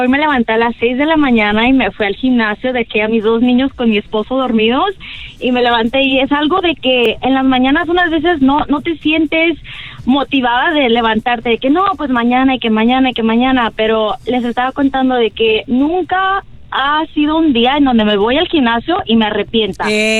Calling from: Fontana, California, United States; Hablo de Fontana.

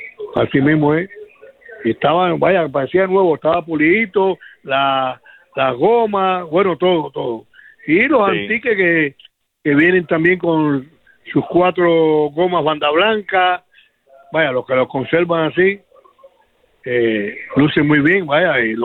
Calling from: Santa Clara, Villa Clara, Cuba

